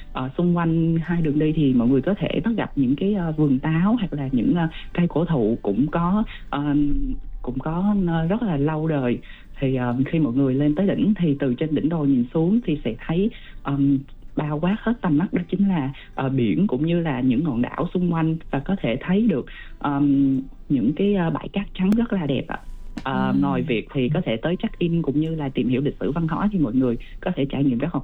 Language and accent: Vietnamese; Dak Lak, Vietnam; quê hương của mình, đó là Phú Yên cũ, thì hiện nay đó là tỉnh Đắk Lắk.